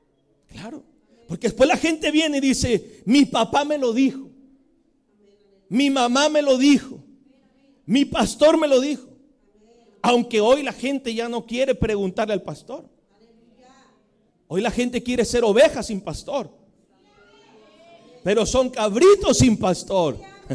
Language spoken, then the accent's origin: Spanish; Mexico; así somos los mexicanos y las mexicanas.